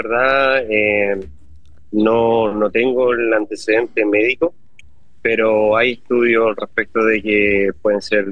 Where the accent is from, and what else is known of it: Chile